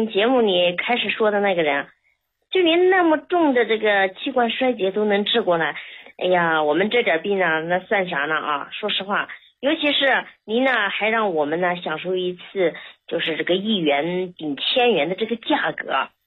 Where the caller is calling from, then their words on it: Hubei, China; 我湖北的。